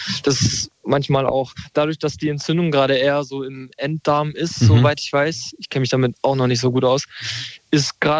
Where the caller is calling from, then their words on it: Neu-Ulm, Bavaria, Germany; Ich rufe aus Neu-Ulm an.